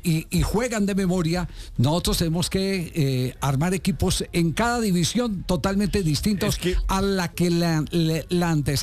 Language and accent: Spanish; Colombia; el deseo ferviente como colombiano de acertar.